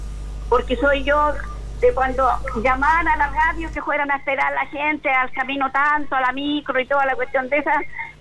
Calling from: Pinto, Ñuble, Chile; soy de Pinto.

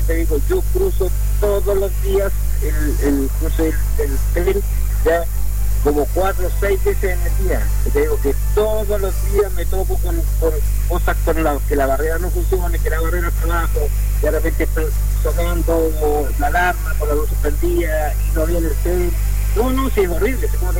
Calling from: Chile; estamos como buen chileno esperando

